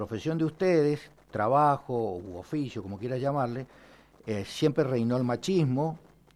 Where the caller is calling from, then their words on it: Argentina; Yo también he sido jugador y vivo en la misma sociedad y soy argentino.